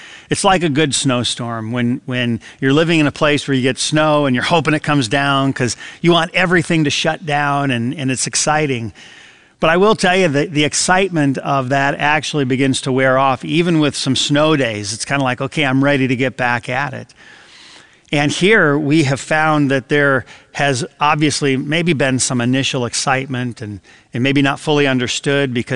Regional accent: Adrian, Michigan, United States; moved away; when I was a kid growing up in Michigan, and we had several tornadoes that kind of touched down in our area of Adrian, Michigan

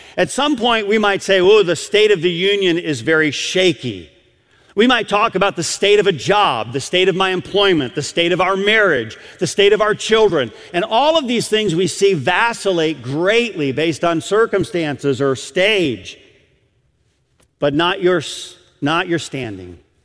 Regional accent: Michigan, United States; I'm a Michigander. I grew up in Michigan.

